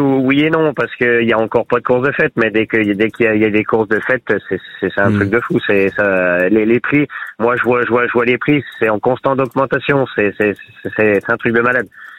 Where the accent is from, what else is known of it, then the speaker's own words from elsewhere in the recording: Bourgogne-Franche-Comté, France; moved away; Je suis originaire de Saône-et-Loire, mais je suis pas en Saône-et-Loire actuellement.